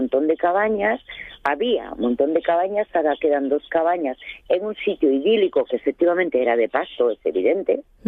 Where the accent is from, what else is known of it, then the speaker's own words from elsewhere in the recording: Quirós, Asturias, Spain; y los que somos de Quirós y los que conocemos un poco cómo va la película, siempre decimos lo mismo.